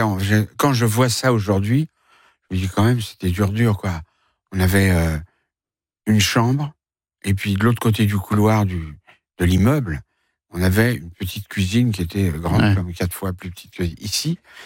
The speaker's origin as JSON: {"language": "French", "town": "Paris", "region": "Île-de-France", "country": "France", "tie": "born or raised there", "said": "je suis né à Paris, et j'ai été élevé seul au début par ma mère."}